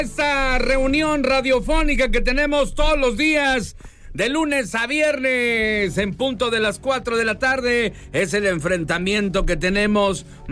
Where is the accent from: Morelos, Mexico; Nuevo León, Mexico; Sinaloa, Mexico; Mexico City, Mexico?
Nuevo León, Mexico; Monterrey; soy que dizque bien alburero y que soy el regio más chilango.